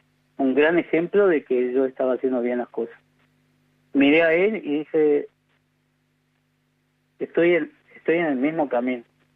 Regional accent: Argentina; Nosotros somos afortunados, los argentinos somos afortunados de vivir en un país grande, en un país que quizá económicamente no está muy bien

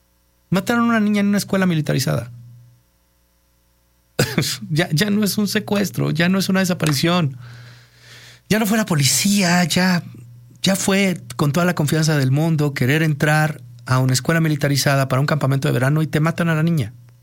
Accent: Hidalgo, Mexico; Yo soy del estado de Hidalgo

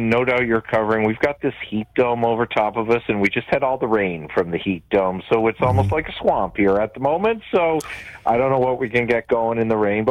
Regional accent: Newfoundland and Labrador, Canada; Well, you know I'm from Newfoundland and Labrador. I'm very proud of that.

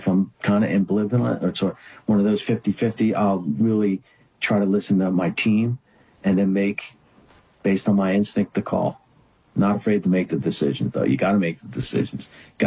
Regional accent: Runnymede, New Jersey, United States; I grew up in South Jersey, Runnymede, New Jersey, little blue collar community.

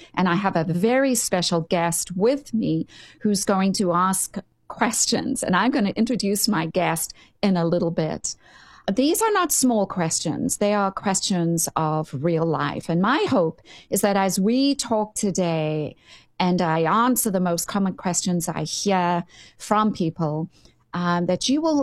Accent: South Africa; I grew up in South Africa in a family deeply shaped by faith, ministry, psychology, and helping people.

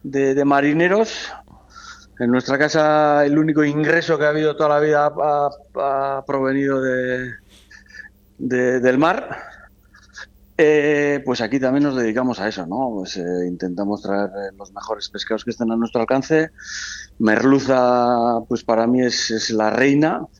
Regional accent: Ondarroa, Basque Country, Spain; O sea, mi pueblo, Ondarroa, antes era Dios. Han llegado a tener 170 y pico barcos de altura y otros pues 50 o 70 de bajura. Y hoy en día no sé si llegan a 10 en total

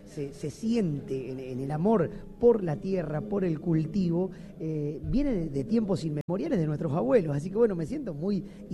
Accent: Rojas, Buenos Aires Province, Argentina; born there; Rojas, mi pueblo, está de aquí distante 170 kilómetros, o sea, menos de 2 horas, estamos cerca.

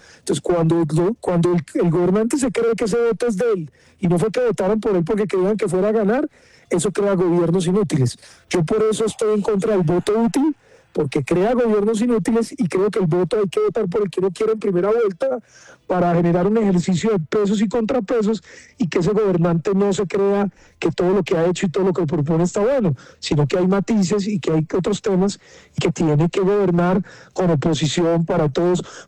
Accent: Caldas, Colombia; La gente pues en Caldas, de donde yo soy, pues la verdad, hermano, muy querida conmigo, muy afectuosos.

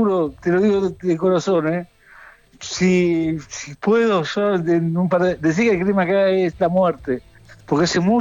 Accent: Argentina; now in Europe; extraño mucho Argentina. Los argentinos somos muy argentinos

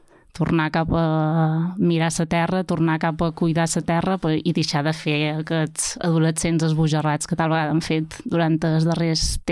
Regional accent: Mallorca, Balearic Islands, Spain; born there; moved away as an adult; also born or lived in Barcelona / Italy; now in Menorca, Spain; Som nascuda a Mallorca, filla de menorquins, que van anar a Mallorca fa molts d'anys, i vaig estudiar, vaig viure a Barcelona, vaig viure a Itàlia

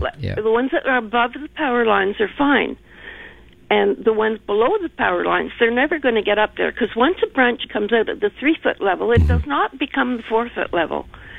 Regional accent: Peterborough, Ontario, Canada; And I came from Peterborough in Ontario, and I used to love driving down Weller Street because they had all these big, beautiful trees.

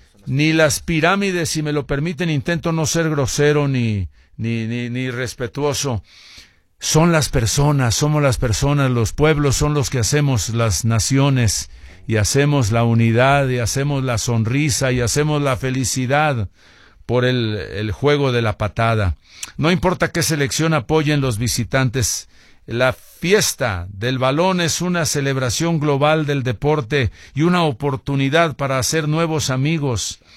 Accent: Mexico; no solamente somos mexicanos

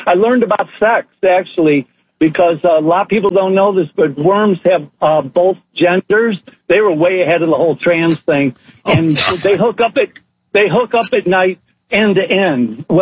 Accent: Michigan, United States; now in Georgia, United States; I grew up north of Detroit on Lake St. Clair, which is actually part of the Great Lakes.

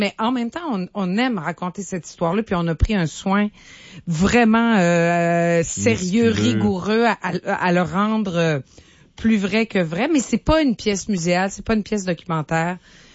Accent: New Richmond, Quebec, Canada; moi, je suis de la Gaspésie, je suis de New Richmond

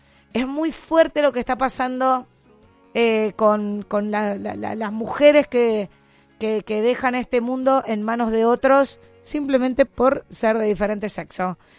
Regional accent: Argentina

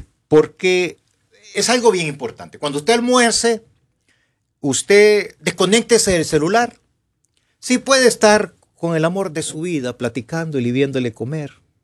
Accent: La Trinidad, Comayagua, Honduras; Que soy de allá de la Trinidad, Comayagua

